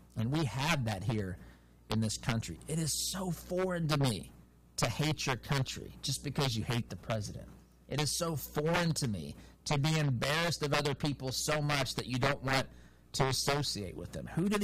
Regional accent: United States; I'm from flyover country. I'm from small town USA.

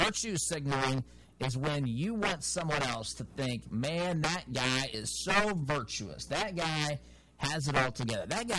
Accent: United States

